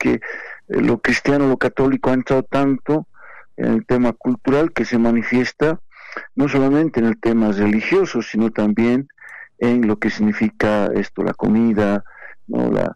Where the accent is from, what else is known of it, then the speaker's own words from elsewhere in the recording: Bolivia; al final somos bolivianos